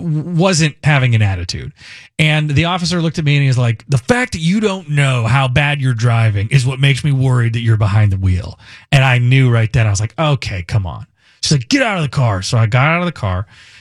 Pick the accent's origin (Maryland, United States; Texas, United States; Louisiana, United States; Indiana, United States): Indiana, United States; I grew up in Indiana.